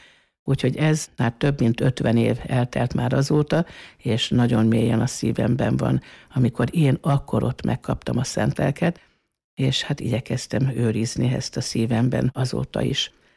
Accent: Fót, Pest, Hungary; born there; Fóton születtem, és élek most már 62 éve

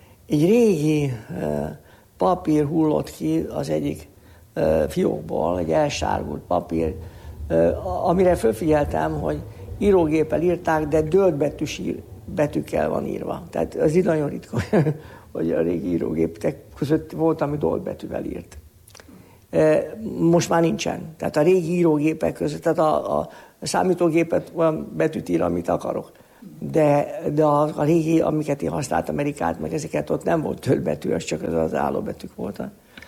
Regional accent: Budapest, Hungary; born or raised there

